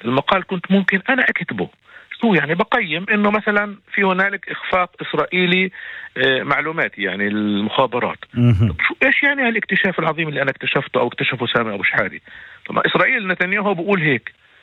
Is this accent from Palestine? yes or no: yes; Palestine; حتى نفهم إحنا كفلسطينيين وباقي الشعب الفلسطيني والعالم يفهم